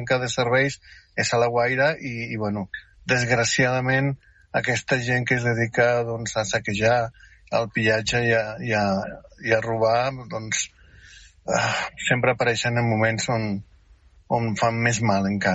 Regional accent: Catalonia, Spain; born there; accent: South American; also born or lived in Venezuela; jo m'estimo molt Catalunya, és la meva terra, és on vaig néixer, i m'estimo moltíssim Venezuela perquè és la terra que m'ho va donar tot.

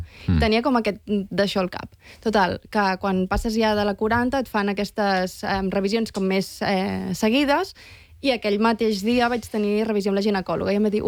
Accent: Sant Pol de Mar, Catalonia, Spain; Jo sóc de Sant Pol de Mar, són 50 i pico quilòmetres.

